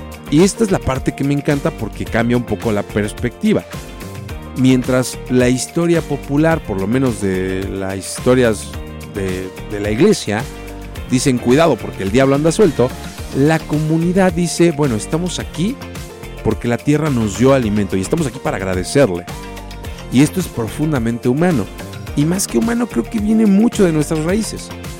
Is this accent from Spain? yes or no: no; Mexico